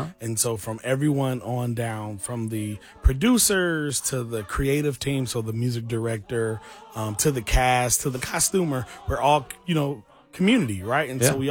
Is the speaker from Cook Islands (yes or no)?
no; Detroit, Michigan, United States; No, actually, no. I'm from Detroit. Born and raised.